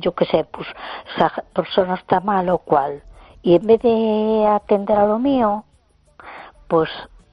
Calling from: A Coruña, Galicia, Spain; de Coruña.

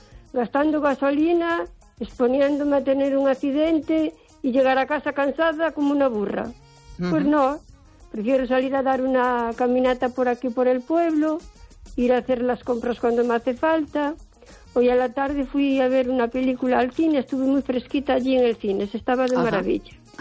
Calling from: O Carballiño, Galicia, Spain; de Carballeño.

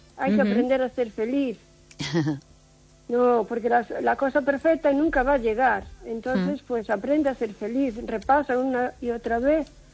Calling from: O Carballiño, Galicia, Spain; de Carballiño.

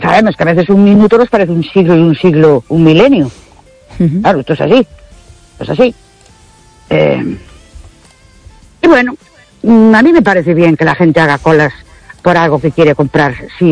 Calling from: Ourense, Galicia, Spain; Buenas noches … de Ourense.

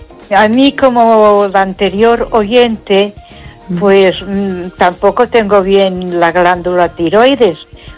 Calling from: Ponferrada, Castile and León, Spain; de Ponferrada.

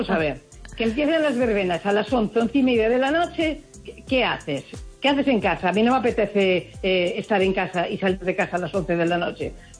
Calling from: Spain; Aquí en Campolongo, patrón Santa Margarita.

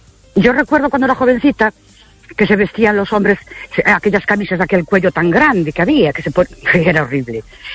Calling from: Ourense, Galicia, Spain; Hola, buenas noches … de Urense otra vez.

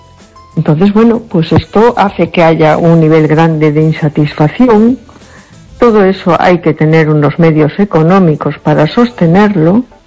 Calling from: A Coruña, Galicia, Spain; Hola, buenas noches. … de Coruña.

